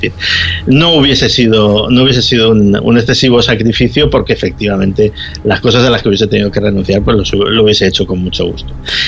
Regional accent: Spain

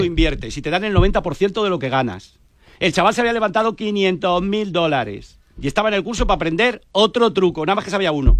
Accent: United Kingdom; Yo vengo del Reino Unido y te puedo decir que la clase que yo tenía de especulación en bolsa tenía un chaval tatuado

